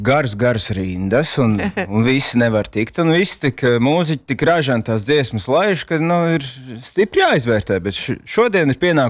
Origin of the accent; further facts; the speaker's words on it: Tukums, Tukums Municipality, Latvia; also born or lived in Riga; es esmu audzis tukumā. Esmu izmācījies fantastiskās tukuma. Skoliņās un pēc tam arī Rīgā mācījies.